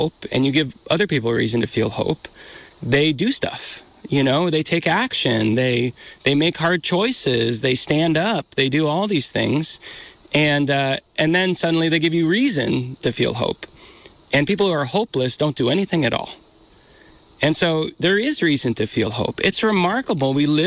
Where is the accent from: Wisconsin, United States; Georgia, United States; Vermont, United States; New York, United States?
Vermont, United States; You know, and I'm from Vermont and I like have certain attributes that make it easier for them to do that.